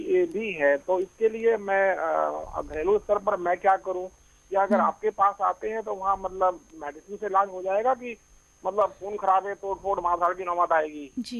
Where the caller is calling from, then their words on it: Delhi, India; और मैं करमपुरा दिल्ली से ही बोल रहा हूँ।